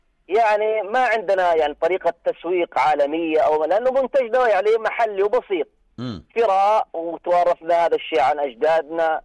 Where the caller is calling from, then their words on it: Jordan; أنا مواطن أردني.